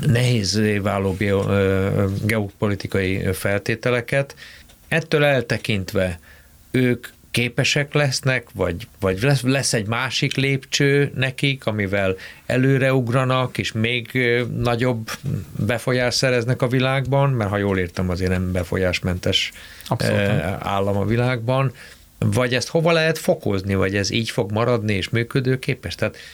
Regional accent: Hungary; a mi szempontunkból, magyarként.

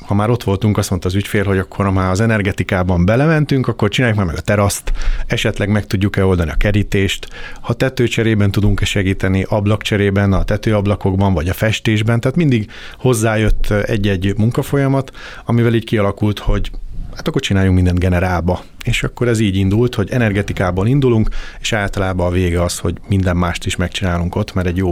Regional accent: Szeged, Csongrád-Csanád, Hungary; Szegedi gyerek vagyok, 50 éves elmúltam, van két csodás lányom, meg egy csodás feleségem.

